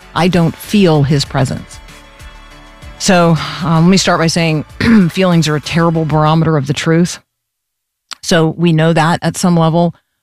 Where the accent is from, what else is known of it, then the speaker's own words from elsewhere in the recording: Tampa, Florida, United States; the University of Central Florida, and I grew up in Tampa